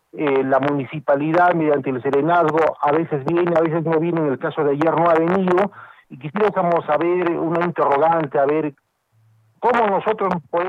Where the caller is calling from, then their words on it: Peru; Yo soy vecino de Miraflores, de la calle Chorrillos.